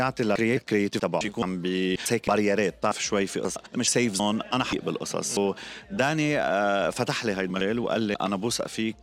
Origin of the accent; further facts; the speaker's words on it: Lebanon; نحن كلبنانية